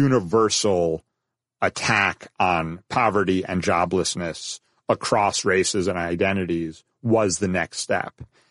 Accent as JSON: {"language": "English", "town": "New York City", "region": "New York", "country": "United States", "tie": "born or raised there", "said": "But I grew up in New York City, lifelong New Yorker."}